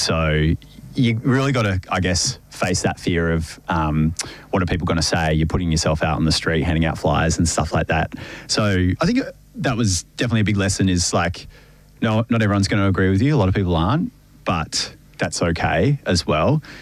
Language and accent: English; Ocean Grove, Victoria, Australia; born there; also born or lived in South Australia; Yeah, so I moved to Ocean Grove and the Bellarine when I was about 10, I think, from South Australia. That was the first time I'd lived in a coastal town